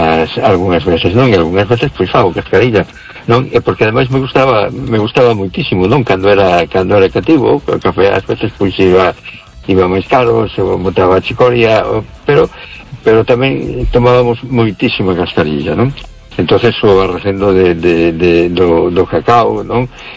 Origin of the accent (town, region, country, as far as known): A Coruña, Galicia, Spain